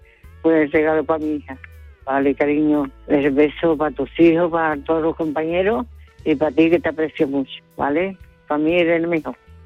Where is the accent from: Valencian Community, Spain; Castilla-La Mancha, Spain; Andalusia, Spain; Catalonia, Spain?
Andalusia, Spain; Seville; del Tiro de Línea, de la barriada de Tiro de Línea, y de Sevilla.